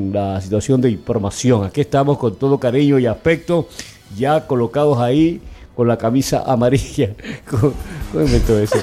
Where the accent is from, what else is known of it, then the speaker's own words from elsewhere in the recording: Manabí, Ecuador; born there; En la provincia más bacán, más linda del país, que es Manabí. Mi Manabí querido, mi tierra donde yo nací.